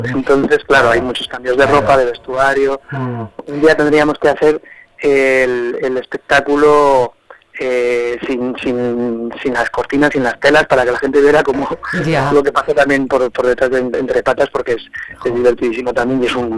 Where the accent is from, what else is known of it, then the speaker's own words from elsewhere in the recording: Logroño, La Rioja, Spain; Pues mira, yo soy de Logroño.